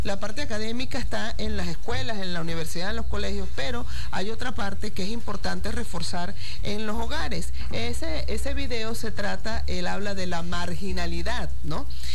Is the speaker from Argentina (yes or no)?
no; Venezuela; con los venezolanos. No solo los que quedamos aquí, sino los que se fueron a representar a nuestro país.